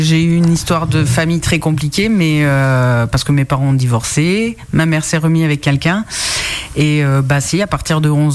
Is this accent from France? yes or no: yes; Moulins, Auvergne-Rhône-Alpes, France; Je suis née à Moulins-sur-Allier